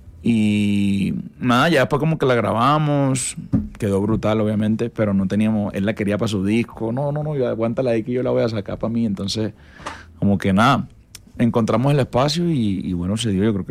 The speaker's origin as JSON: {"language": "Spanish", "town": "Santa Marta", "region": "Magdalena", "country": "Colombia", "tie": "born or raised there", "also_born_or_lived": "Venezuela", "said": "Pues la mayoría de mis recuerdos de mi infancia son en Santa Marta. Yo creo que eso marca mucho la vaina, ¿no?"}